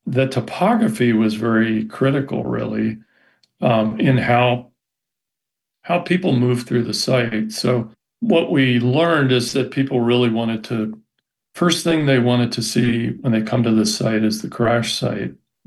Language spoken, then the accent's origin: English; Pennsylvania, United States; growing up in Pennsylvania, I had camped and canoed out in western Pennsylvania, where Somerset County is in the Laurel Highlands.